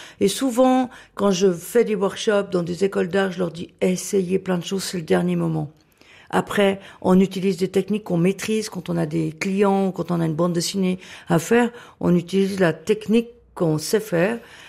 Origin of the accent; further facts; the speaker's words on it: Valais, Switzerland; Je viens du Valais.